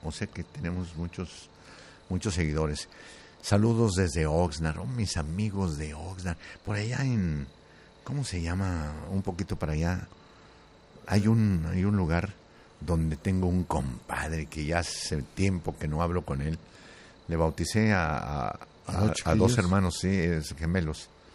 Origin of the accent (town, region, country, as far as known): Mexico